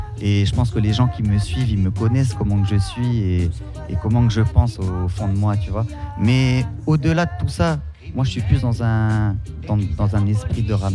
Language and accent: French; New Caledonia; même nous en Nouvelle-Calédonie.